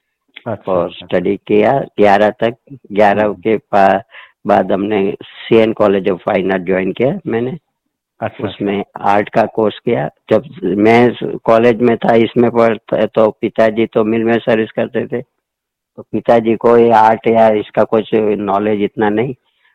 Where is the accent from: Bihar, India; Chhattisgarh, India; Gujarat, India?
Gujarat, India; Ahmedabad; मेरा तो जन्म अहमदाबाद में हुआ था। हाँ। और मैं अभी जहाँ रह रहा हूँ इनकम टैक्स, वो पहले मैं असारवा एरिया में मकान था हमारा।